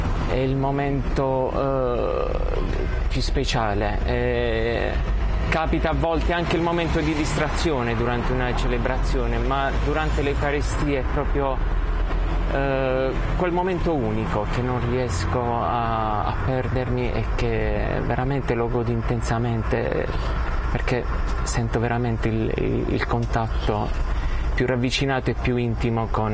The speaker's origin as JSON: {"language": "Italian", "town": "Terlizzi", "region": "Apulia", "country": "Italy", "said": "vengo dalla Puglia, dalla provincia di Bari, Terlizzi in realtà, un paese a nord di Bari."}